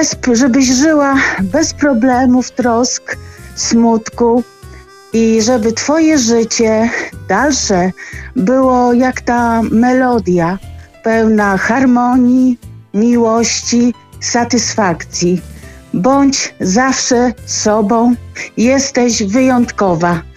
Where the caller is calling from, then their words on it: Grudusk, Masovian Voivodeship, Poland; Ja dzwonię z Gruduska.